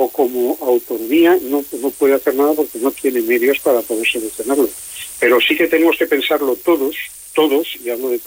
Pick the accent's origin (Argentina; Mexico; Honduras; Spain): Spain; Melilla; Los melillenses lo llamábamos como la marcha de la tortuga